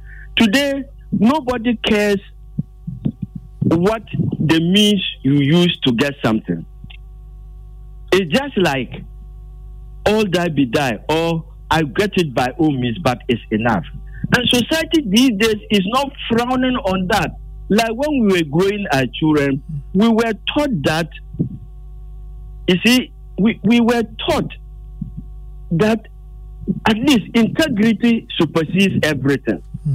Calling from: Medina, Greater Accra, Ghana; I'm calling from Medina.

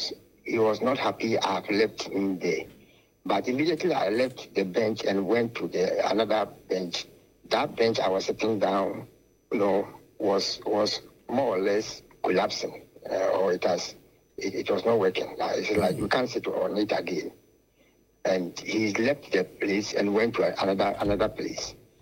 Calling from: Bekwai, Ashanti, Ghana; calling from Bekwai.

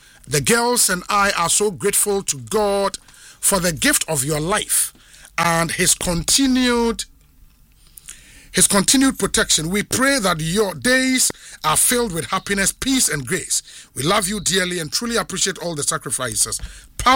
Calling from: Ghana; from Agona Ahama.

